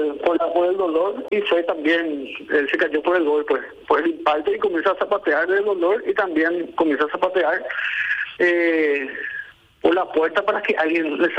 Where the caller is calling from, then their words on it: Asunción, Paraguay; Yo vivo en Sajonia